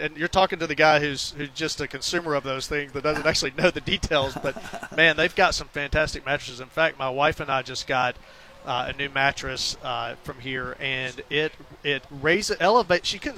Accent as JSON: {"language": "English", "region": "Tennessee", "country": "United States", "tie": "born or raised there", "also_born_or_lived": "Nashville", "moved": "as an adult", "lives_now": "Signal Mountain, United States", "said": "I grew up in Middle Tennessee, spent a lot of time in Nashville. We moved here 7 years ago."}